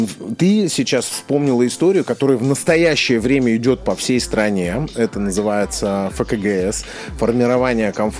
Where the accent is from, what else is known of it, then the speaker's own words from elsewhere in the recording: Dalnerechensk, Primorsky Krai, Russia; там на малой родине в Донереченске вижу детскую площадку, как на пустыре благородили, сделали очень крутую площадку.